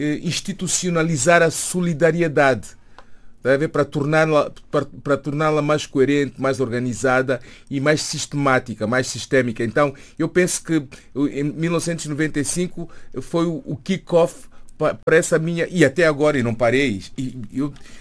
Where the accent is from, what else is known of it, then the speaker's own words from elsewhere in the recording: Quelimane, Zambezia, Mozambique; moved away; also born or lived in Niassa / Maputo; Nasci em Niassa e cresci em Quelimane, os meus pais quelimanenses, e depois vou para Maputo.